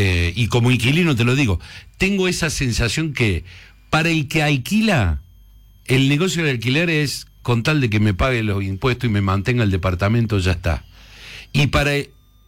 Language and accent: Spanish; Argentina; cómo somos en Argentina